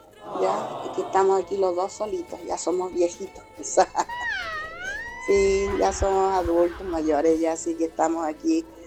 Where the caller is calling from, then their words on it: Quilpué, Valparaíso, Chile; de Quilpué